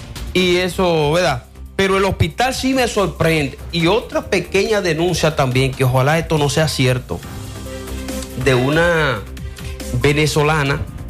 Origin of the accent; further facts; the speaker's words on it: Dominican Republic; Que merecemos nosotros como dominicanos.